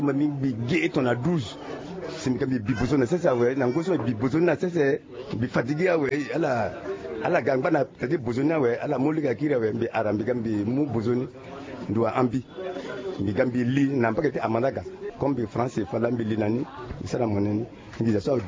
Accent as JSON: {"language": "French", "country": "Central African Republic", "said": "moi je suis de Centrafrique"}